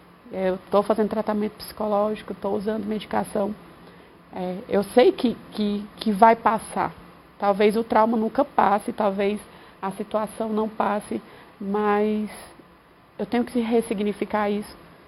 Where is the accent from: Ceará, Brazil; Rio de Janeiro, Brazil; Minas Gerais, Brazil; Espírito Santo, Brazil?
Ceará, Brazil; Fortaleza; moved away; Eu não sou daqui, eu sou de Fortaleza, eu vim para cá para tentar uma vida melhor.